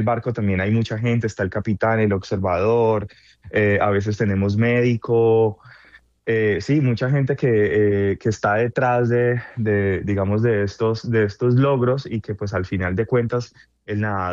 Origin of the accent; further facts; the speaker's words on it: Colombia; moved away as an adult; now in San Francisco, United States; Bueno, yo en el 2021 tuve que salir de Colombia por amenazas de muerte. A mí me golpearon durante el paro nacional también que se vivió en este año. Entonces, pues lastimosamente tuve que salir del país y me exilié aquí en Estados Unidos.